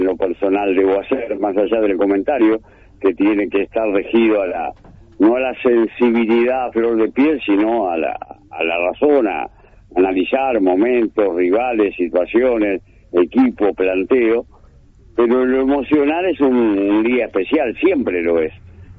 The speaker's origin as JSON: {"language": "Spanish", "country": "Uruguay"}